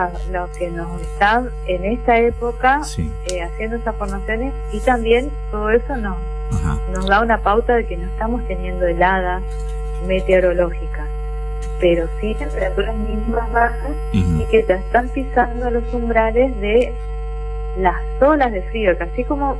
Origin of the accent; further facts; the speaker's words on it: Mercedes, Corrientes, Argentina; born there; Yo soy nacida en Mercedes y cada vez que me voy a visitar a mi familia le digo, yo me voy en verano, en invierno no me convence.